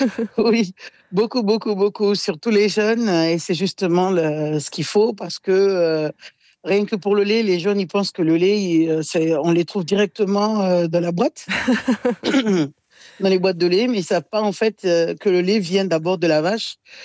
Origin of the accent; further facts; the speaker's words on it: Mayotte; je fais la production de riz, riz complet, de riz padi, on appelle ça chez nous à Mayotte.